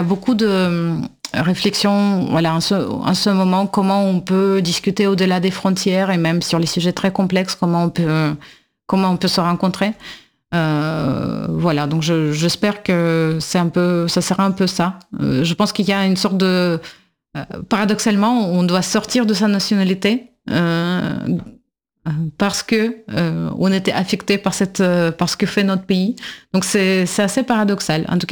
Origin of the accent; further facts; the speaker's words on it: Russia; French is a second language; Et en tant que russe, je pense que oui, il y a aussi la question d'essayer de redéfinir ce que c'est bon, les sciences russes ou les mathématiques russes